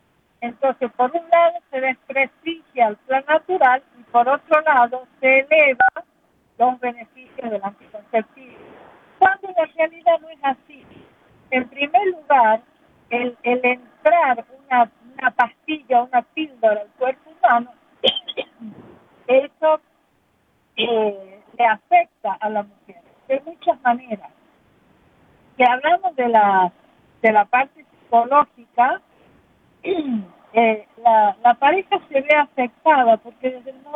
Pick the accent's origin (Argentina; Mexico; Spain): Argentina; nosotros en Argentina, yo soy de Argentina